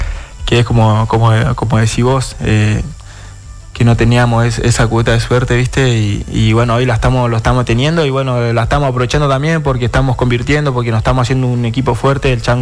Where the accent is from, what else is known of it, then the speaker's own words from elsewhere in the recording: Sáenz Peña, Chaco, Argentina; Sí, bueno, yo soy de Sáenz Peña, me fui a Colón. Estuve 9 años en Colón, hice todas las inferiores